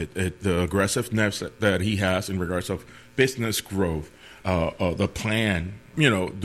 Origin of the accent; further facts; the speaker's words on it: Puerto Rico; I grew up in Puerto Rico, but I'm on Puerto Rico. My family's from Calle, Puerto Rico, and it's been an army family for decades.